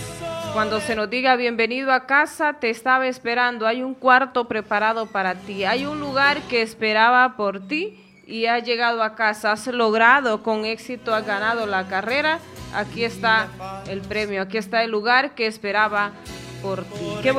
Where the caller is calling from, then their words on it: Esquías, Comayagua, Honduras; del Junco, Esquías. Estamos escuchando y es de gran bendición.